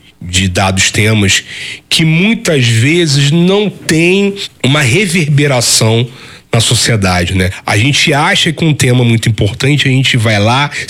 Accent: Rio de Janeiro, Brazil; also born or lived in Petrópolis; Todo carioca ele passa por isso. Eu já saí do Rio de Janeiro, morei em Petrópolis durante 2 anos.

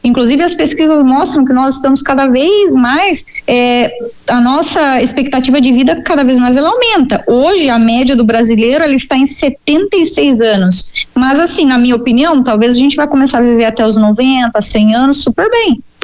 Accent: Brazil

